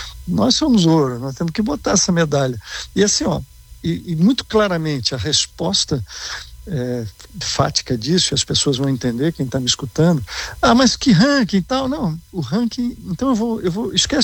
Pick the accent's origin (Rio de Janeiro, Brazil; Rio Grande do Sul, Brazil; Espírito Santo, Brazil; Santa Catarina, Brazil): Santa Catarina, Brazil; Minha alegria é como catarinense.